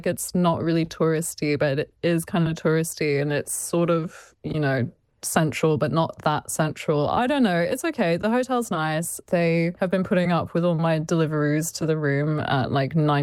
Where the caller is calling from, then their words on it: Paris, Île-de-France, France; I'm dialing in about 2 minutes away from the Arc de Triomphe, which is such a thrill to drive around.